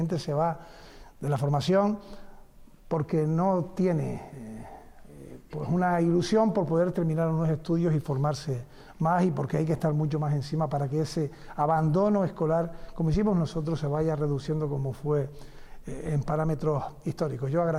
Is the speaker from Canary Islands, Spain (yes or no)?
yes; Canary Islands, Spain; en mi tierra y en Canarias